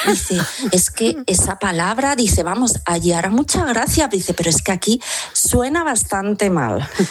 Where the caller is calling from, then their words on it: Madrid, Community of Madrid, Spain; Yo soy de Madrid y mi marido es de Cádiz.